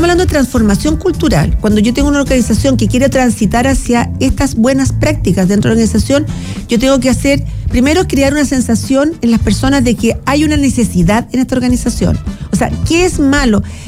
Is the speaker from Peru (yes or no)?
no; Chile; Nosotros como cultura chilena somos un poco...